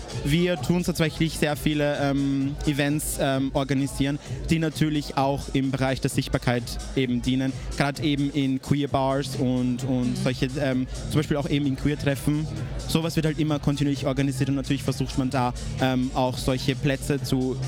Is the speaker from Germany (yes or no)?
no; Lower Austria, Austria; moved away as an adult; now in Linz, Austria; Tatsächlich aus Niederösterreich.